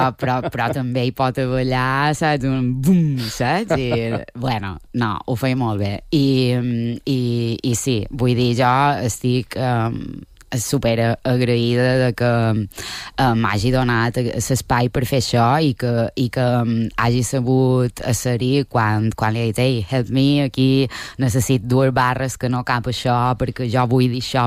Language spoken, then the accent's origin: Catalan; Balearic Islands, Spain; accent: Majorcan; also born or lived in Solsona; now in Manresa, Spain; Som mallorquina, Mallorca